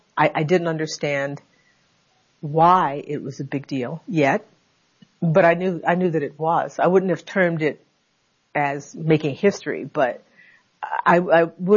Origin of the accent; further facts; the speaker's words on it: Conroe, Texas, United States; In that Gordon Reed Elementary School in my hometown. Yes. In Conroe, Texas. Yeah, Conroe, Texas.